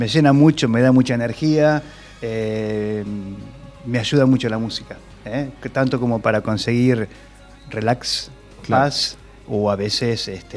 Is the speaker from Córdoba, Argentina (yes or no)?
no; Zárate, Buenos Aires Province, Argentina; yo nací en la farmacia de mi abuelo, en la farmacia de Villa Fox, en calle Justa Lima, casi Dorrego